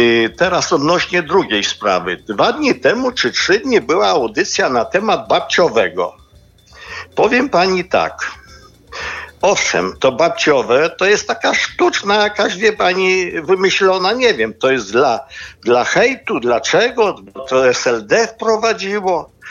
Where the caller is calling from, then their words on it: Lublin, Lublin Voivodeship, Poland; Dzień dobry, ja dzwonię z Lublina.